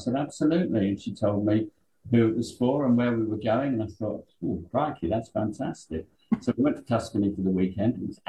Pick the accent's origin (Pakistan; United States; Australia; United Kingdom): United Kingdom; southern England; accent: southern twang; now in Birmingham, United Kingdom; I came from down south, as you can probably detect from my accent. Even though I've been here since 1980, I don't seem to have completely lost that southern twang.